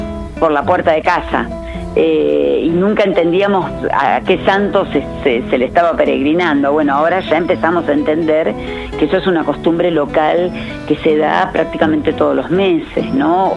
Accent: Buenos Aires, Argentina; moved away as an adult; now in Cachi, Argentina; siempre te sale alguna cosita de la porteñitud

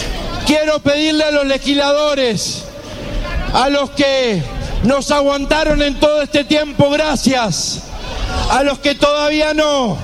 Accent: Argentina; Quienes somos hijos de la Universidad Pública Argentina

